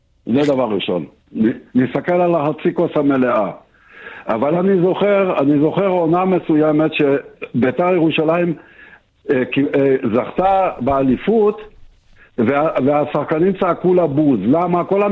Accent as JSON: {"language": "Hebrew", "town": "Jerusalem", "region": "Jerusalem District", "country": "Israel", "tie": "born there", "said": "אני יליד ירושלים"}